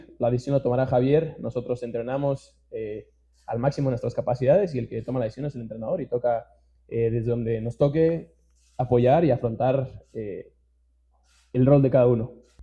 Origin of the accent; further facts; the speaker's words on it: Mexico; hermano, somos mexicanos y nos sobreponemos de todo